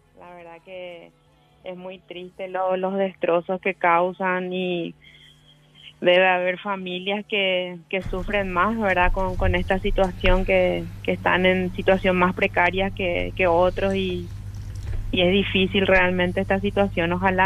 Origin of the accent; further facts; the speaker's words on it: Paraguay; yo no soy de Asunción, pero bueno, es nuestra capital y es donde más estamos. Trabajo en Asunción